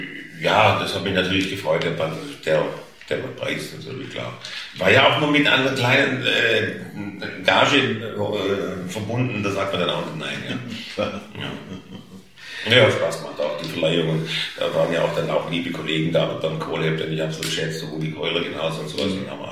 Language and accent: German; Stuttgart, Baden-Württemberg, Germany; accent: Oxford-Swabian; ich komme aus Stuttgart. Spreche aber Oxford-Schwäbisch